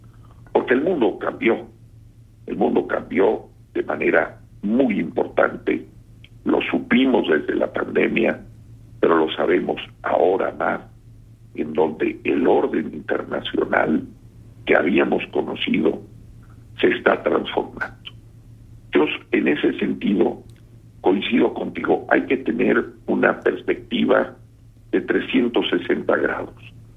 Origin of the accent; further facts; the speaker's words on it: Mexico; Nuestro destino como mexicanos, como mexicanas, está ligado a los Estados Unidos